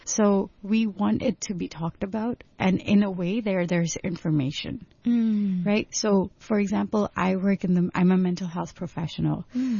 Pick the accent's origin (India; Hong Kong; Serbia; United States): Hong Kong; growing up in Hong Kong myself, I've had feelings of loneliness where I don't feel understood. I speak Cantonese. I speak Punjabi as well. I'm from Punjab. I'm third generation in Hong Kong, so I can't say I'm from Punjab. But I'm very proud to say I'm Punjabi.